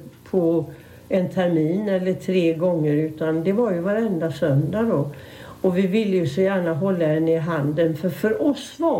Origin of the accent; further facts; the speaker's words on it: Västra Götaland County, Sweden; Vi kom ifrån Göteborgs norra skärgård. Min pappa var därifrån och även mamma.